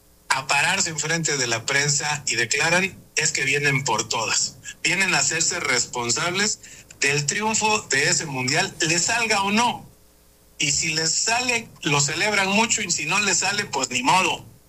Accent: Mexico

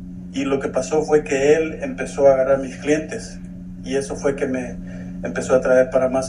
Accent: Honduras; now in United States

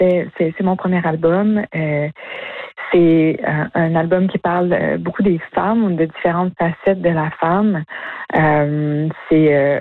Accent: Quebec, Canada; Parce que le français, même si c'est ma langue première, j'ai toujours senti que c'était pas ma langue. Ma langue, l'Inuaimun, je le parle pas.

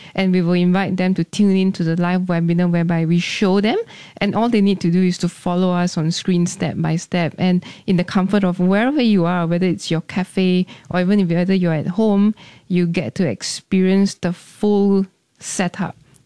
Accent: Singapore; Because growing up in Singapore, we are very used to our kopi C, kopi O, and those coffees are a different character.

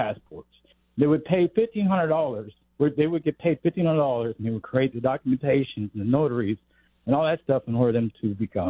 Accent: Wilmington, North Carolina, United States; Prior to COVID, well, I'm from Wilmington, North Carolina, where the slaves were freed. This is the city where the Civil War ended.

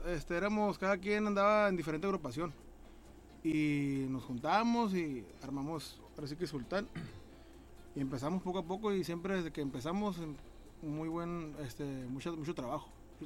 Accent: Ojos Negros, Baja California, Mexico; Yo soy de Ojos Negros y él de Puerto Trampa, de aquí cerquita de la sierra acá de Ensenada.

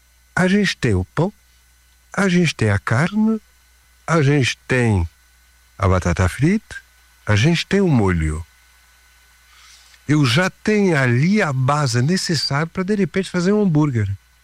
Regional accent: France; Portuguese is a second language; now in Brazil; Eu cheguei 46 anos atrás aqui, francês. De 30 anos pra cá, mudou tudo. Eu sou brasileiro de origem francesa.

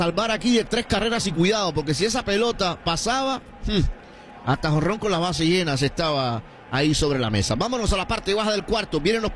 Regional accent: Cuba; Mi esposo es mexicano y yo soy cubana y estábamos en el auto escuchándolos.

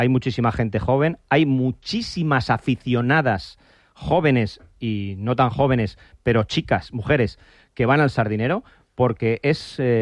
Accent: Santander, Cantabria, Spain; born there; now in Valencia, Spain; Claro, yo nací en Santander y por eso soy del Racing directamente.

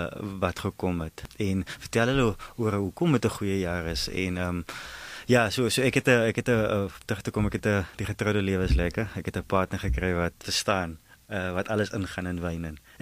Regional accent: Riversdale, Western Cape, South Africa; Riversdal, ek is laerskool en hoërskool daar, so daar ek is na die landbouskool toe, Oakdale, hoër landbouskool Oakdale toe

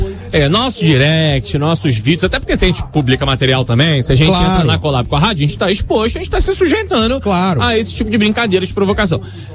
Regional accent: São Gonçalo, Rio de Janeiro, Brazil; Quando eu era moleque, lá em São Gonçalo, de vez em quando, vou do ponto A até o ponto B.

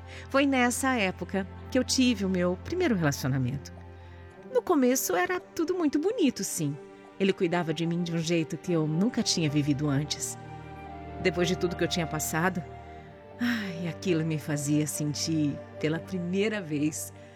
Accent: Pará, Brazil; born there; eu nasci no Pará

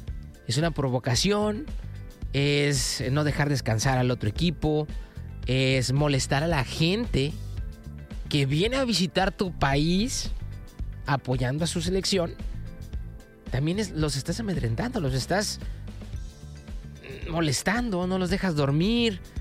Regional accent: Mexico; ese corazón que tanto estamos nosotros mencionando como mexicanos

